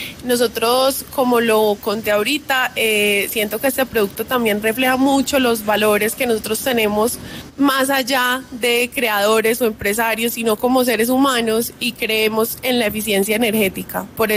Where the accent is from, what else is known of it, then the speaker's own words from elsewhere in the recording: Medellín, Antioquia, Colombia; moved away as an adult; now in La Calera, Colombia; Soy de Medellín. Uh-huh. Y me vine a vivir a Bogotá el año pasado, vivo en La Calera y vivo cerca del páramo de Chingaza